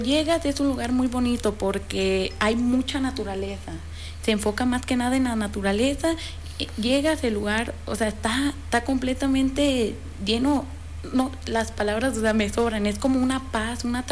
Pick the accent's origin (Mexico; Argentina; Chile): Mexico; Autlán, Jalisco; yo soy de aquí de Utlán